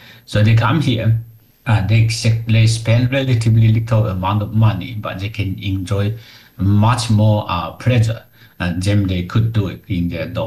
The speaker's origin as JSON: {"language": "English", "town": "Chaozhou", "region": "Guangdong", "country": "China", "tie": "born or raised there", "second_language": "English", "said": "Now, as Chaozhou and Zhejiang, this is my hometown. I didn't think that my hometown is so attractive to tourists, but these recent years, it become a very hot spot."}